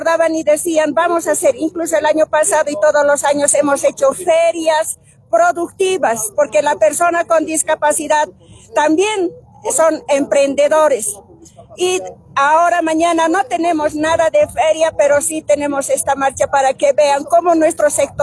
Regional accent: Bolivia; now in El Alto, Bolivia; también nosotros somos bolivianos y tenemos derechos.

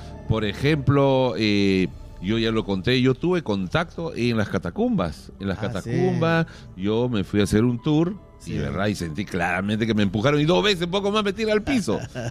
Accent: Pucallpa, Ucayali, Peru; Y yo soy pues de Pucallpa y el Chuyachaqui es famoso, ya el que te roba.

